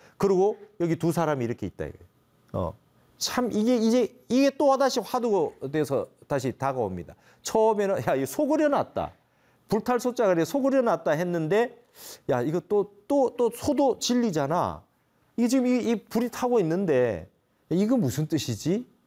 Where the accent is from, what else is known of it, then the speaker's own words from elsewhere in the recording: South Korea; 내가 한국인인 게 행복하다 이랬습니다.